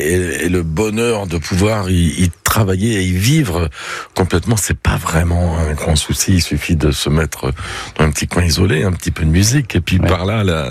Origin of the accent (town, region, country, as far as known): Reims, Grand Est, France